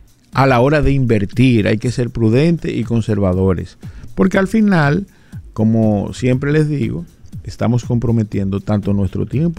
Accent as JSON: {"language": "Spanish", "country": "Dominican Republic", "said": "nosotros, que somos tan dependientes de Estados Unidos"}